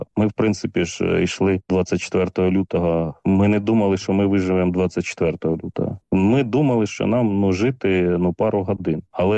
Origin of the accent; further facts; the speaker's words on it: Kharkiv Oblast, Ukraine; ми з Куп'янського району, він теж під окупацію потрапив.